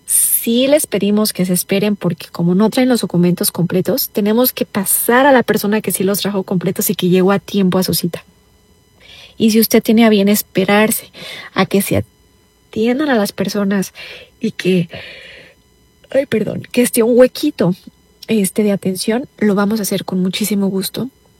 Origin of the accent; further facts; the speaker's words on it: Mexico; moved away; porque somos mexicanos y tenemos ese derecho.